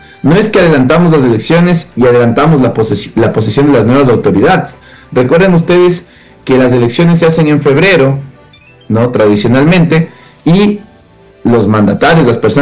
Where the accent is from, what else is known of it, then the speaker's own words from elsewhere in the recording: Ecuador; para nosotros como ecuatorianos y como ciudadanos